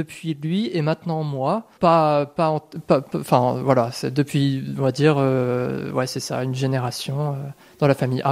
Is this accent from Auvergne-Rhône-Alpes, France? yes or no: no; Blois, Centre-Val de Loire, France